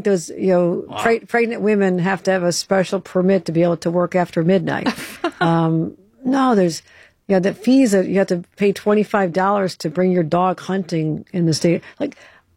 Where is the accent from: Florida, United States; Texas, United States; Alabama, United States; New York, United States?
New York, United States; Buffalo; the forces that drove, I'm from Buffalo, drove everybody I knew out of a job when Bethlehem Steel left